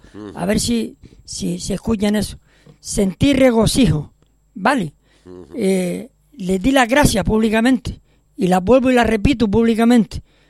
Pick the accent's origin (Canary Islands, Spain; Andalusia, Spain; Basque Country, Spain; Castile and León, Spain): Canary Islands, Spain; Vega de San Mateo; yo soy de San Mateo.